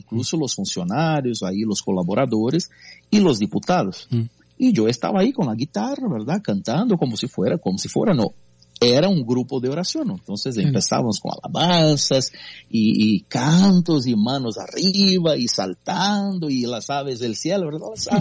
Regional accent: Brazil; una autoridad constituida en mi país

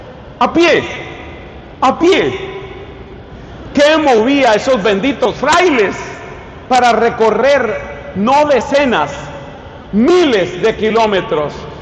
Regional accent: Colombia; yo soy colombiano, ustedes lo saben

